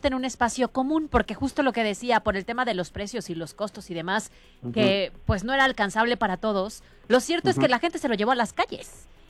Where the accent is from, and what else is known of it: Mexico